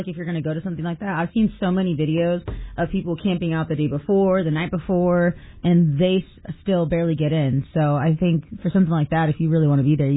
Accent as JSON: {"language": "English", "region": "California", "country": "United States", "tie": "born or raised there", "also_born_or_lived": "Washington, D.C.", "moved": "as an adult", "said": "growing up in California"}